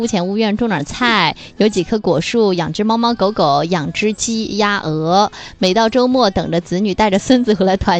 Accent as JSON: {"language": "Chinese", "country": "China", "said": "我们中国人"}